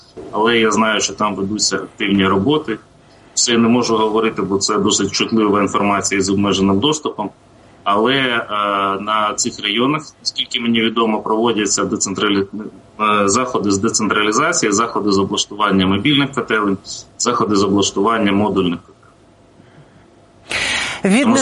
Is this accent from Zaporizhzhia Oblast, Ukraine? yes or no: no; Kyiv, Ukraine; я як киянин